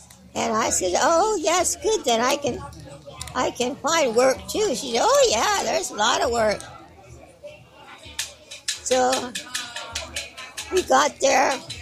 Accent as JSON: {"language": "English", "region": "California", "country": "United States", "said": "because I'm not from here. I'm from the Bay Area."}